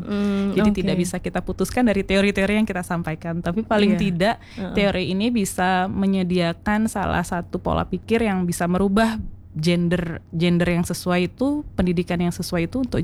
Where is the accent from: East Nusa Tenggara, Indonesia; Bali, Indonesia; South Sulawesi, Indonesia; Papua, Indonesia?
Bali, Indonesia; kita kalau bukan kita orang Bali yang melakukan, siapa lagi gitu ya Bu ya. Adat ini kalau bukan kita orang Bali yang siapa yang melakukan.